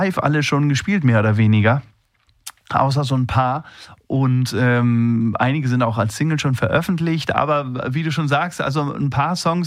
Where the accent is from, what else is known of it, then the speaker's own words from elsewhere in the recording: Schleswig-Holstein, Germany; ich natürlich auch ein Kind der Nordsee bin. Und der Ostsee natürlich genauso